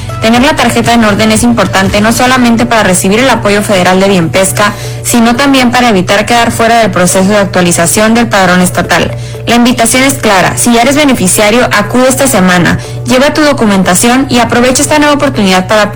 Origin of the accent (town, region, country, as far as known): Mexico